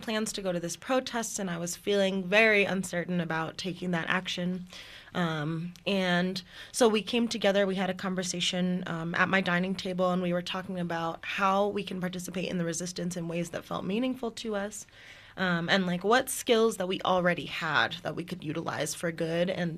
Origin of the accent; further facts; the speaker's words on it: Denver, Colorado, United States; I am a black woman born and raised in Denver, Colorado.